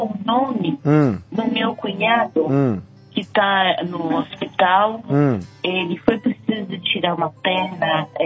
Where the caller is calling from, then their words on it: São Paulo, Brazil; Eu falo de Jardim Guaraú, São Paulo.